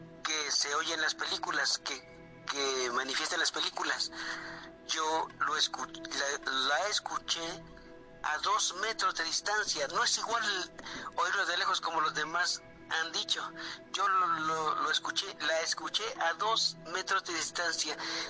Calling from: Puebla, Mexico; de Puebla.

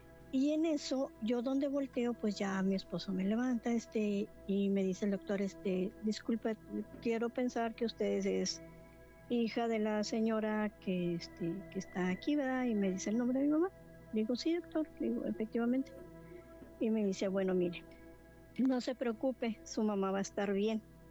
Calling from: Monterrey, Nuevo León, Mexico; Desde Monterrey, Nuevo León

